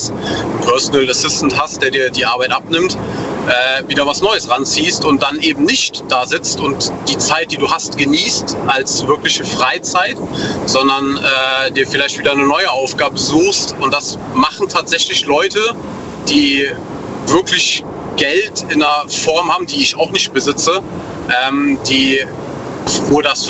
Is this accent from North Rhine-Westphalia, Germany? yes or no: yes; North Rhine-Westphalia, Germany; Aus der Eifel, NRW.